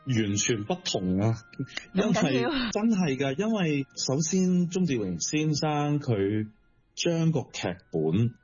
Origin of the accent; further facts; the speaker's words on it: Hong Kong; 我们香港人一起互相帮助